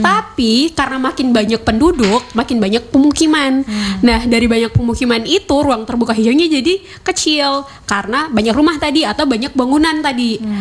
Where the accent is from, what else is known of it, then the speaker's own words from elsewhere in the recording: Kupang, East Nusa Tenggara, Indonesia; sebagai warga Kota Kupang